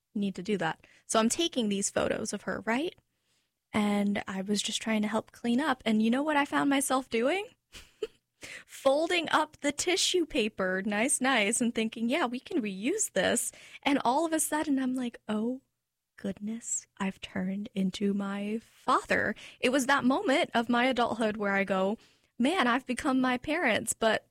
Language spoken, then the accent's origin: English; Florida, United States; I am the anomaly in the family, born and raised in Florida.